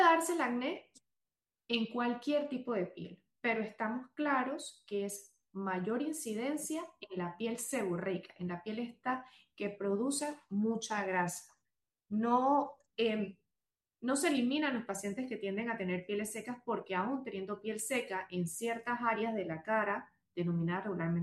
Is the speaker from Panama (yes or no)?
yes; Panama; no somos coreanos, somos panameños y somos latinos